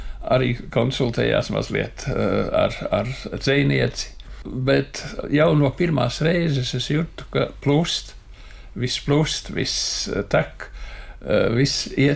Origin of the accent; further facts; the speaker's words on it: Riga, Vidzeme, Latvia; Es esmu vidzemnieks, rīdzinieks, tātad vidzemnieks trijās paaudzēs, jau trešajā paaudzē.